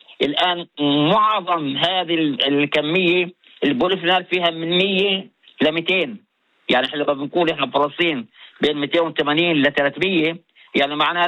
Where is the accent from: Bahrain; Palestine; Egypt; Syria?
Palestine; عندنا في فلسطين في منطقة طوباس